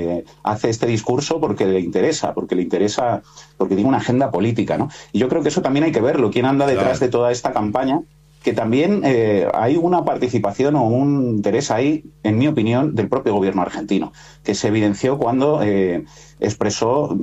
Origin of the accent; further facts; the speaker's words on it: Spain; born there; Yo soy español, pero también soy argentino. Soy hijo de argentinos.